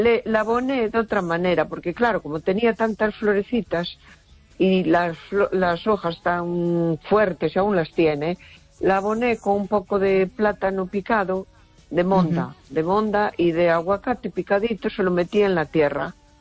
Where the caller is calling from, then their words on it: A Coruña, Galicia, Spain; de Coruña.